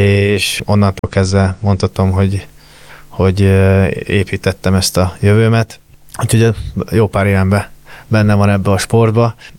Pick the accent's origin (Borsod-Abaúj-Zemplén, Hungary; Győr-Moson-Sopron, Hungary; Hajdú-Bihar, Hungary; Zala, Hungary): Győr-Moson-Sopron, Hungary; Győr; Igazából én lakótelepen nőttem fel Győrben, Marcavárosban, úgyhogy nem egy ilyen dúsgazdag környék, mondhatjuk